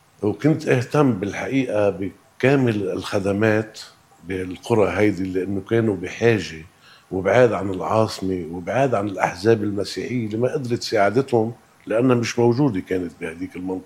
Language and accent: Arabic; Lebanon; أنا شخص لبناني عشت حياة رايقة